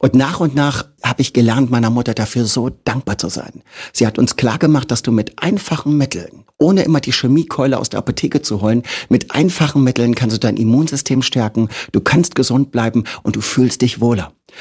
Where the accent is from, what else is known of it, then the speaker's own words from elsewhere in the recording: Magdeburg, Saxony-Anhalt, Germany; Ja, ich komme aus Magdeburg und muss gestehen, dass ich die Stadt nicht ein einziges Mal gesehen habe.